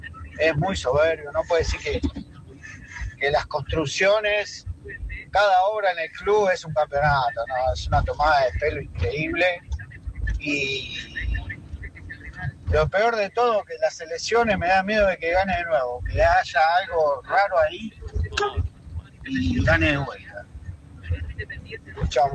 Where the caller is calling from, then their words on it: Buenos Aires, Argentina; del Congreso.